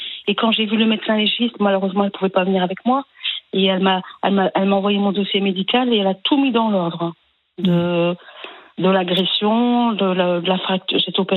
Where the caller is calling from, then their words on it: Marcq-en-Barœul, Hauts-de-France, France; J'habite à Marc-en-Barœul, c'est à côté de Lille.